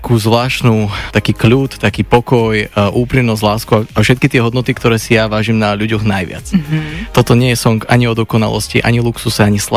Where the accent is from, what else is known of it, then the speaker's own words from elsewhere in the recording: Levice, Nitra Region, Slovakia; Áno, áno. Ja som zo Slovenska, som z Levíc.